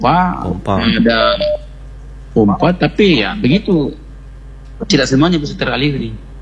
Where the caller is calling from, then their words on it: South Sulawesi, Indonesia; Di Kabupaten Pintrang, kalau di daerah saya di Kecamatan Lembang ini termasuk ya, kecamatan yang paling parah ya, karena di sini tidak dapat pengairan.